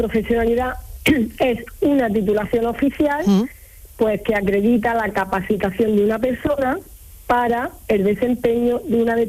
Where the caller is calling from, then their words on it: Granada, Andalusia, Spain; Pues yo estoy en Granada Capital.